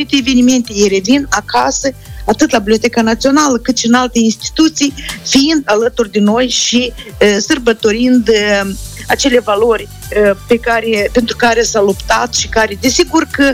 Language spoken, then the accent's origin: Romanian; Moldova